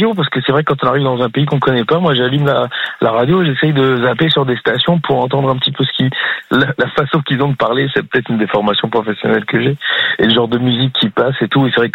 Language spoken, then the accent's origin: French; Brussels, Belgium; moi en tant que Belge